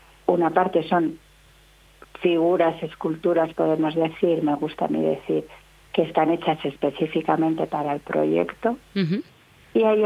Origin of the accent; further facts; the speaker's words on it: Valladolid, Castile and León, Spain; yo soy vallisoletana de adopción. Mi padre era vallisoletano y yo me crié aquí en un pueblecito cerca de Tordesillas